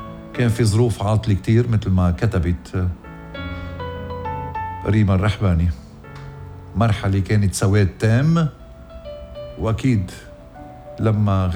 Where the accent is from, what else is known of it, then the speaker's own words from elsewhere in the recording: Lebanon; آخ يا بلدي لبنان آخ.